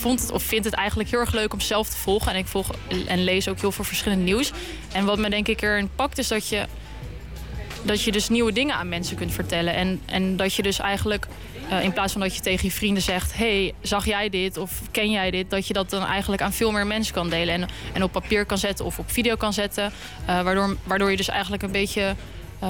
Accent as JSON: {"language": "Dutch", "region": "Drenthe", "country": "Netherlands", "moved": "as an adult", "lives_now": "The Hague, Netherlands", "said": "ik kom eigenlijk uit Drenthe, dus dat is heel ver weg van Den Haag. Maar ik ben hier 5 jaar geleden komen studeren."}